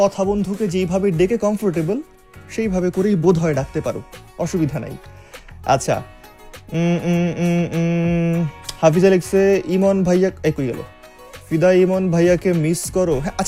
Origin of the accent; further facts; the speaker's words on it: Tangail, Dhaka Division, Bangladesh; now in Dhaka, Bangladesh; আমার দেশের বাড়ি বাংলাদেশ, আমি থাকি ঢাকায়, মানে আমার গ্রামের বাড়ি টাঙ্গাইল, আমি থাকি ঢাকায়।